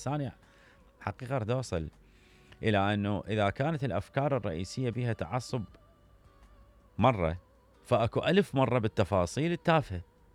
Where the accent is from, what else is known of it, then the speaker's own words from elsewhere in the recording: Iraq; في بلدنا جميل العراق